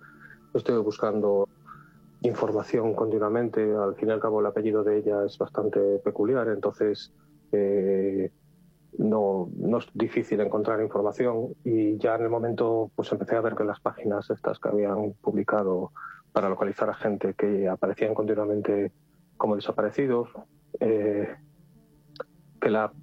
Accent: Vilagarcía de Arousa, Galicia, Spain; Soy de Villagarcía, de hecho, y voy en coche normalmente.

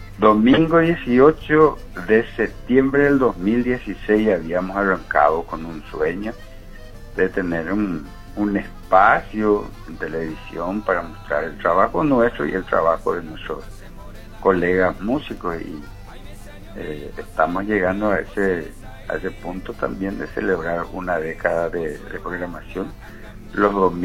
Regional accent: Paraguay; nos apoyemos como paraguayos

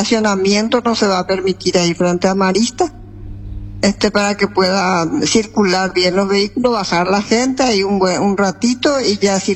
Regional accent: Paraguay; estamos obligados como paraguayos, como ciudadanos.

